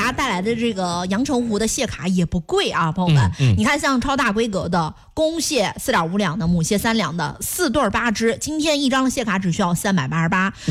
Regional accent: Jiaozuo, Henan, China

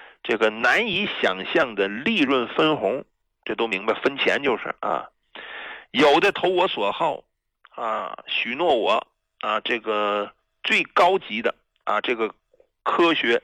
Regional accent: China; 朋友们呢、啊、作为中国人，我这

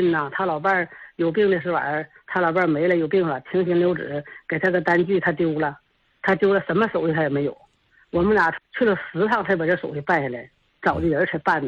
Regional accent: Suizhong, Liaoning, China; moved away; 我老家是绥中

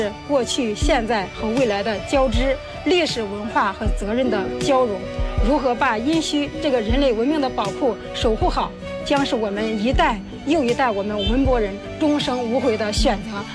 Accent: China

